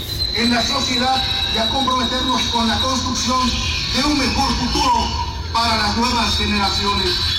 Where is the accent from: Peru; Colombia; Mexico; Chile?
Mexico; nuestro sentido de permanencia como mexicanos.